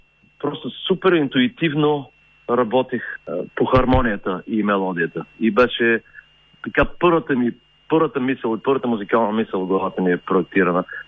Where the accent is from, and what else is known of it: Gotse Delchev, Blagoevgrad Province, Bulgaria; also born or lived in Flensburg, Germany